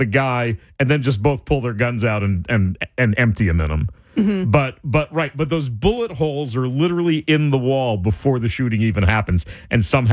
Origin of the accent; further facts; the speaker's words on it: New Jersey, United States; I don't know if you grew up in New Jersey or not like I did